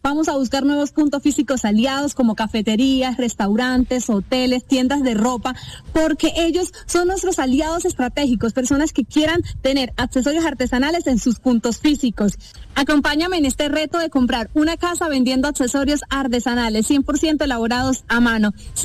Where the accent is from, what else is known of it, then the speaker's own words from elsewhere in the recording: Norte de Santander, Colombia; now in Bogotá, Colombia; comunicadora social, oriunda de la región del Catatumbo, actualmente vivo en Bogotá